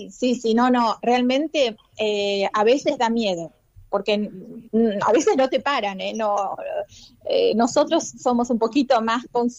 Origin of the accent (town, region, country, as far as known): Buenos Aires, Argentina; now in Cairo, Egypt